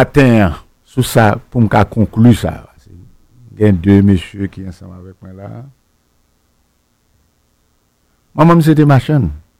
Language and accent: French; Port-au-Prince, Ouest, Haiti; Et à moi, je viens de Port-au-Prince.